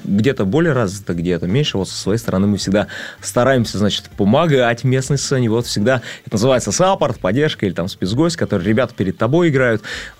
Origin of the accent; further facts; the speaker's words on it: Ryazan, Ryazan Oblast, Russia; чтобы тоже в моем родном городе вся эта движуха жила.